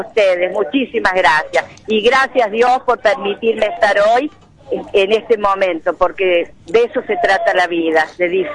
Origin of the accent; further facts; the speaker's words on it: Ucacha, Córdoba, Argentina; Vengo desde Ucacha, provincia de Córdoba.